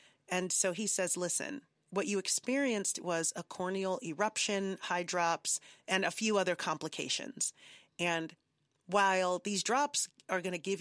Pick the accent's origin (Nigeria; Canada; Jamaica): Nigeria; now in New York, United States; my first thought was, as a Nigerian, or maybe as an Aries, or maybe as a New Yorker, my first thought was, how do I live my best life now?